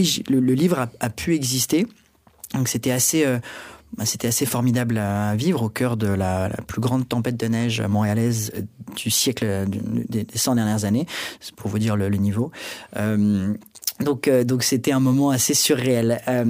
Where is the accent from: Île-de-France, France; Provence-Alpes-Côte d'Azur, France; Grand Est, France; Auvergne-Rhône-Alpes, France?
Île-de-France, France; Paris; je suis né et j'ai grandi à Paris, d'un père québécois, et donc toute ma famille est au Québec. Donc j'ai vraiment grandi entre ces deux cultures.